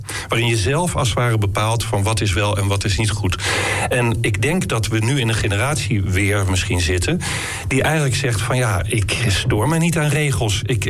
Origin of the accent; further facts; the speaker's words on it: Groningen, Netherlands; Maar ik voel zelf, ik ben ook Groninger, ik voel zelf niet per se de behoefte om in de rest van het land een ander imago te krijgen.